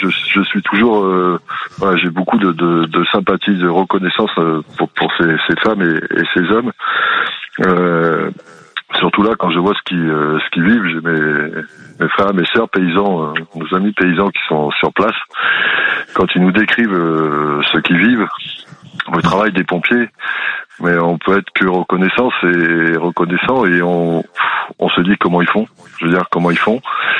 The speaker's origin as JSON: {"language": "French", "region": "Auvergne-Rhône-Alpes", "country": "France", "said": "Ben, je suis en Charente, mais je suis du Cantal à la base, mais je suis en Charente."}